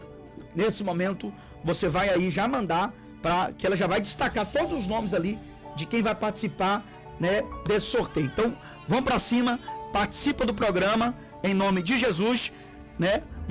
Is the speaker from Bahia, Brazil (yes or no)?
yes; Eunápolis, Bahia, Brazil; Sou de Eunápolis, né?